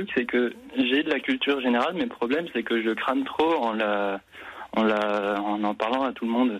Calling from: Colmar, Grand Est, France; J'habite à Colmar.

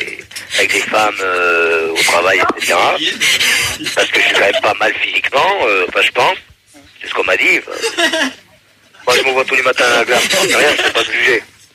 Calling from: Bordeaux, Nouvelle-Aquitaine, France; Moi, je suis de Bordeaux.

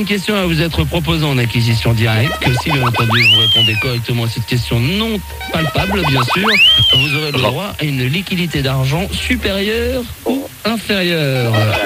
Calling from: Rouen, Normandy, France; Allez, je vais vous dire, on appelle de Rouen, c'est Radio Rouen, Radio Verte à Rouen.

